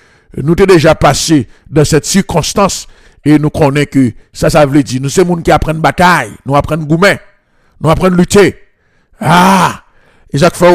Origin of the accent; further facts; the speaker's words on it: Haiti; nous en tant que haïtien